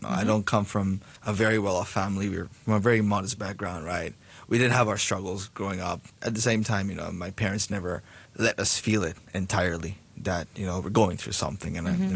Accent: Bangladesh; moved away as an adult; now in Hong Kong; I'm originally from Bangladesh. I came to Hong Kong around 3.5 years back for university particularly.

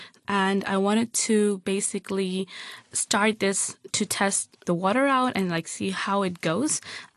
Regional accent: Hong Kong; English is a second language; I'm the founder. I was born and raised in Hong Kong as part of the ethnic minority group.

